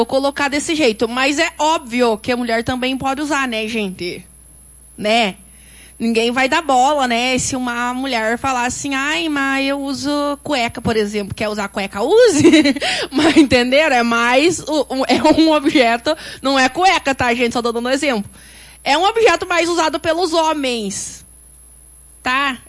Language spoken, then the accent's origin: Portuguese; Brazil; eu sou brasileiro